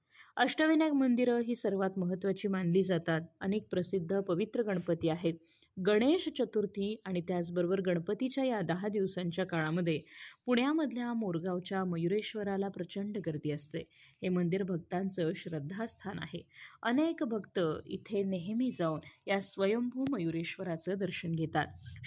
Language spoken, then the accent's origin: Marathi; Ahmednagar, Maharashtra, India; मी मूळची नगरचीच आहे आणि नगरमध्येच माझं बालपण गेलेलं आहे, माझं शिक्षणही नगरमध्येच झालेलं आहे, माझी कर्मभूमी जन्मभूमी ही नगरच आहे.